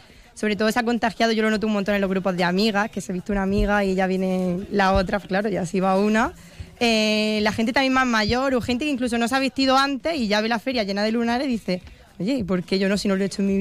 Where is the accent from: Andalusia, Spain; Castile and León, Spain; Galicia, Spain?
Andalusia, Spain; Baza; nuestra feria de Baza